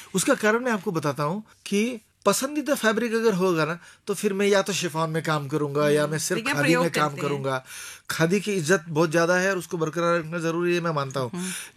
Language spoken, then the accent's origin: Hindi; Maharashtra, India; now in Delhi, India; मैं खास करके महाराष्ट्र में बड़ा हुआ पला हुआ